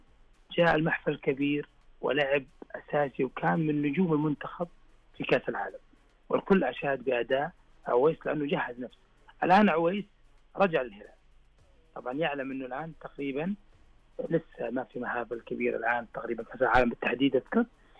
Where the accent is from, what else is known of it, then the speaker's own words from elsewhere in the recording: Saudi Arabia; حنا كسعوديين